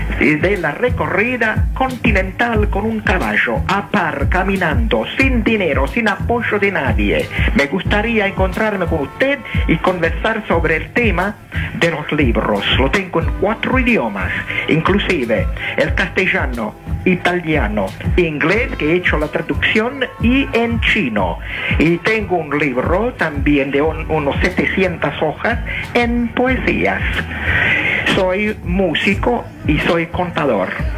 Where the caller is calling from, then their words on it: Villa Celina, Buenos Aires Province, Argentina; Y yo vivo en Villa Celina, Lugano.